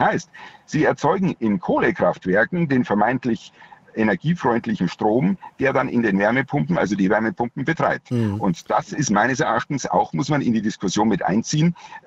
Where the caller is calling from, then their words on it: Munich, Bavaria, Germany; ich bin selbst aus München